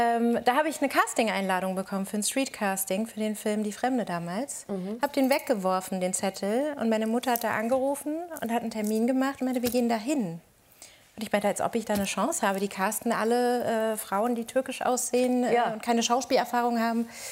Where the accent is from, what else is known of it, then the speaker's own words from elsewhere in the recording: Berlin, Germany; Als Berlinerin